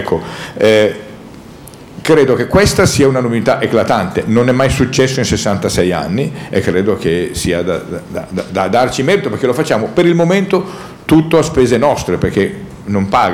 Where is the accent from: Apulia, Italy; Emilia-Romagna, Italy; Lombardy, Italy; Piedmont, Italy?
Lombardy, Italy; perché io vengo dall'entroterra ligure, sono lombardo